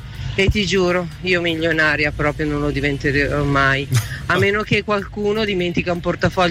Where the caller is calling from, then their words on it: Como, Lombardy, Italy